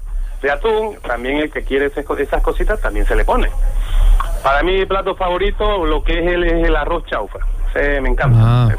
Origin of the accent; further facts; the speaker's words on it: Bolivia; moved away; Porque me vine muy joven, entonces es una cocina muy complicada.